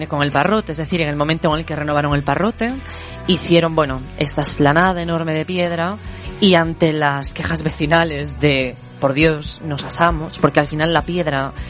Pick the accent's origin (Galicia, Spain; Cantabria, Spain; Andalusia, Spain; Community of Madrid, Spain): Galicia, Spain; hay muchas cosas de las que hay que estar muy orgulloso, como español y como gallego también.